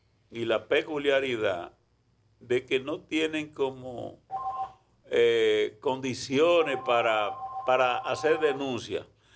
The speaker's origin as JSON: {"language": "Spanish", "country": "Dominican Republic"}